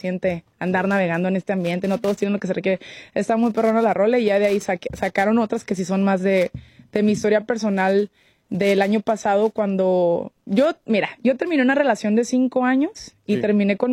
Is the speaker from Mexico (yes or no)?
yes; Mexico; ya sabes cómo somos los mexicanos.